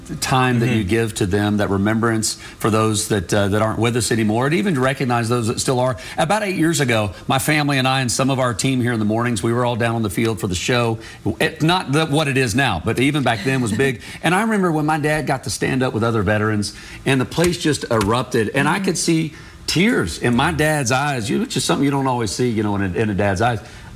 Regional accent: Atlanta, Georgia, United States; And I grew up in Atlanta, so I'm not playing favorites here.

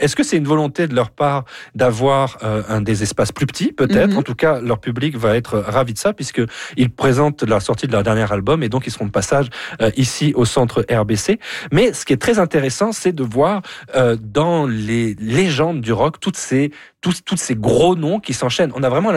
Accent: France; moved away as an adult; now in Toronto, Canada; je venais de France, mon accent en témoigne, et je suis arrivé directement à Toronto

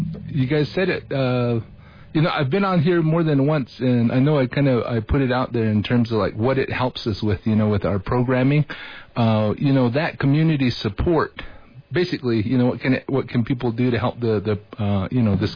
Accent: Moenkopi, Arizona, United States; And of course I'm coming from Munklabi where I'm from to here, but for the program.

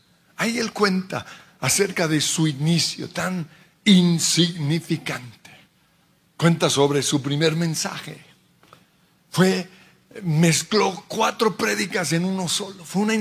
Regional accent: Colombia; Y nosotros como colombianos nos preguntamos, pero ¿qué es Colombia ante las otras naciones del mundo?

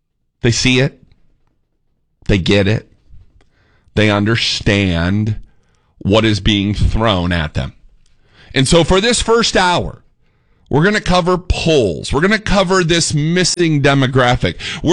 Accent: Indiana, United States; now in Texas, United States; I come from Indiana. You turn your irrigation off in the winter. You winterize it. You take all the water out. You make sure it doesn't freeze because the frost level gets down. Down here in Texas, it doesn't.

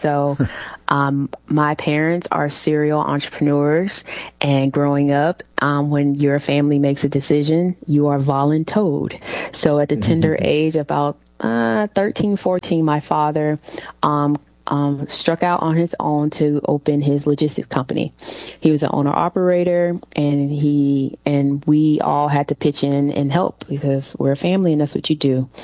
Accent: Alabama, United States; So I am from Alabama, the tri-area, so where Alabama, Mississippi, and Tennessee meets.

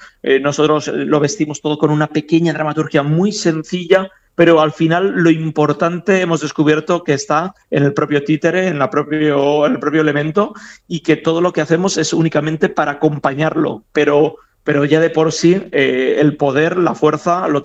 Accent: Villarreal, Valencian Community, Spain; Nosotros somos de Villarreal, hemos estado en varias ediciones con otros espectáculos

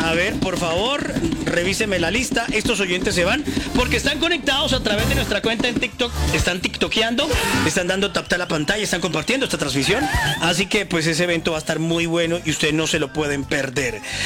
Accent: Colombia; como típico colombianos que somos

